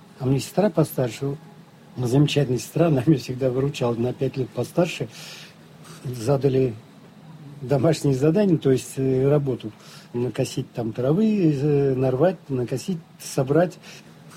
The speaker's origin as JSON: {"language": "Russian", "area": "Uzlovaya district", "region": "Tula Oblast", "country": "Russia", "tie": "born or raised there", "said": "В Тульской области, Узловский район, 1954 год рождения, деревня Каменка"}